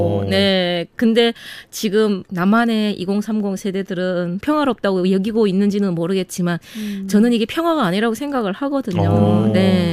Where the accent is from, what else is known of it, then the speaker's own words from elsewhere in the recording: North Korea; now in South Korea; 안녕하세요. 북한에서 온